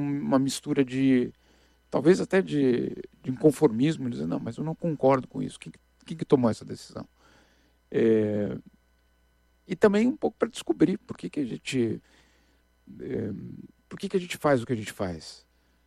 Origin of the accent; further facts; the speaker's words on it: Brazil; Eu sei que eu sou brasileiro. Eu só tenho passaporte brasileiro. Então eu tenho certeza que eu sou brasileiro. Mas ao mesmo tempo eu tenho certeza que ao não morar no Brasil, eu perco